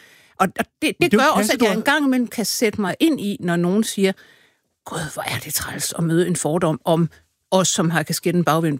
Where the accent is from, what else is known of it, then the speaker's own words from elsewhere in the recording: Aarhus, Central Denmark Region, Denmark; Jeg er fra Aarhus.